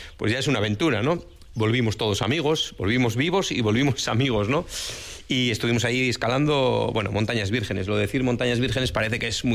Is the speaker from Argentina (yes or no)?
no; Basque Country, Spain; Pero queríamos haber ido a la manifestación, como buenos vascos, queríamos haber ido allí